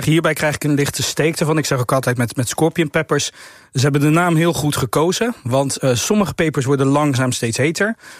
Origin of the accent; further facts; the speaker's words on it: Rotterdam, South Holland, Netherlands; Even iets Rotterdams wat ik als Rotterdammer heb meegenomen.